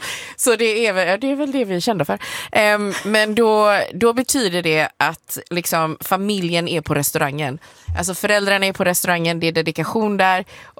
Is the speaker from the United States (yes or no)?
no; Hong Kong; Så jag är från Hongkong.